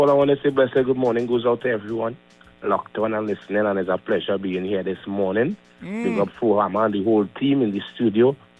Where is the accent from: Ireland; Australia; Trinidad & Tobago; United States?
Trinidad & Tobago; Arima; Well, I originally from Arima, you know. I originally born and growing in Arima